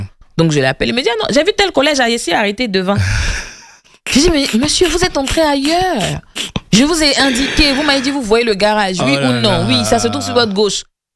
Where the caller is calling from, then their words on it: Abidjan, Côte d’Ivoire